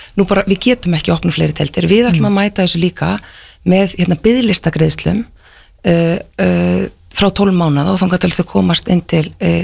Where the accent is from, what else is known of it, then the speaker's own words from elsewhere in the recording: Seltjarnarnes, Capital Region, Iceland; ég hjóla ef þessa brú daglega sem Seltirningur